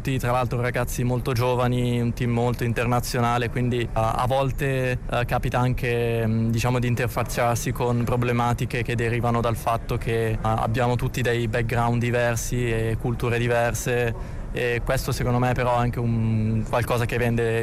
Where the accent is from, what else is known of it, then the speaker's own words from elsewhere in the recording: Magenta, Lombardy, Italy; moved away as an adult; also born or lived in Amsterdam / Paris; now in Dallas, United States; Io sono nato in provincia di Milano, in una Magenta, la città si chiama